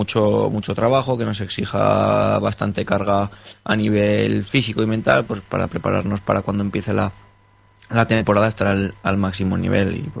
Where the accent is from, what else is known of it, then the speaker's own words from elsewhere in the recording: Tarazona, Aragon, Spain; now in Zaragoza, Spain; Yo soy de Tarazona